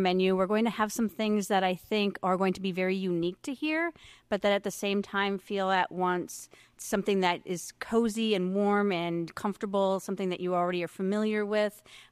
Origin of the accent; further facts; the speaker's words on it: Napoleon, North Dakota, United States; tapping into my roots growing up in Napoleon, where we always had kuchen